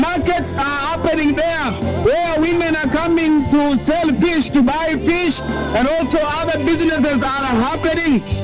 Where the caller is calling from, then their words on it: Kisumu, Kisumu County, Kenya; I'm calling from Kisumu Metro here at the Worship Extravaganza.